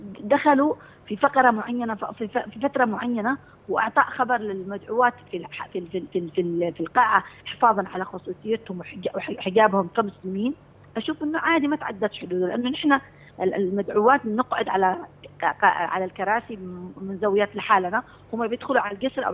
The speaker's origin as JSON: {"language": "Arabic", "country": "Yemen"}